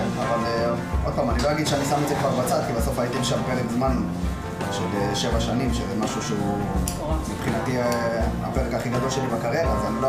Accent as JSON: {"language": "Hebrew", "town": "Netanya", "region": "Central District", "country": "Israel", "tie": "born there", "said": "אני גם נתניהתי, אני נולדתי פה, אני גר פה."}